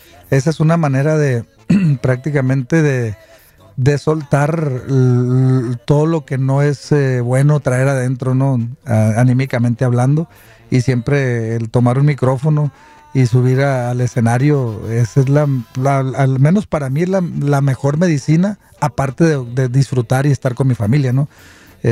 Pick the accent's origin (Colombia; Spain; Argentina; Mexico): Mexico; Culiacán, Sinaloa; also born or lived in San Diego; yo soy de Culiacán, nací en San Diego, pero mi casa, artísticamente hablando, en Estados Unidos, es Los Ángeles.